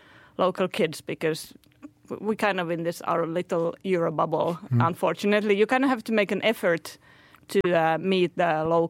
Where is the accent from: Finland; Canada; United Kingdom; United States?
Finland; Turku, Southwest Finland; English is a second language; moved away as an adult; now in Luxembourg; English and Dutch and Finnish at home. Now I only speak Finnish, so that's kind of interesting. And I'm from the southwest coast of Finland, and from Turku